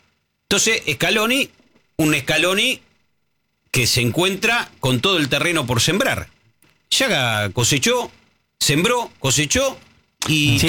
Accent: Buenos Aires, Argentina; Yo soy porteño, acá muchos somos porteños

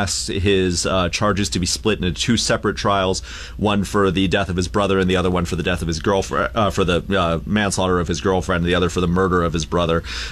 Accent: Alaska, United States; moved away; No, I'm from Alaska originally.

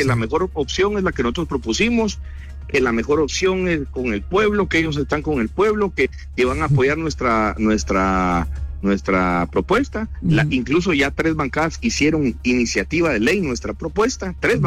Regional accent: Guatemala; soy un guatemalteco común y corriente que presta un servicio, que vivo el día a día

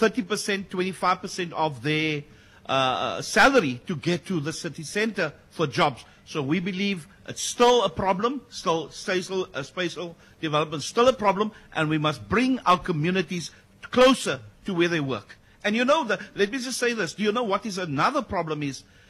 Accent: Cape Town, Western Cape, South Africa; my hometown, Bonthieville

